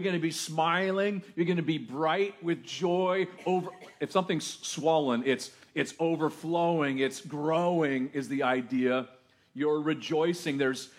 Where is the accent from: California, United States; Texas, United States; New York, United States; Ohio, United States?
Texas, United States; Of course, I'm a Texan.